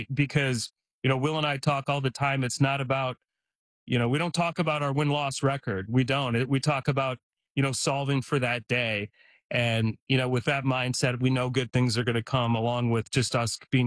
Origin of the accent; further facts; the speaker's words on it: Detroit, Michigan, United States; I grew up in Detroit, and I'm a Lions fan.